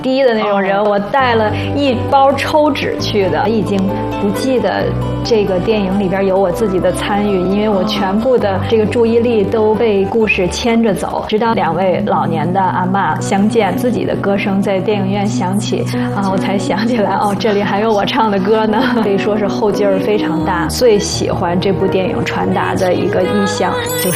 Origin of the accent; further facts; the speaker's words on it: Beijing, China; 我从小在北京长大嘛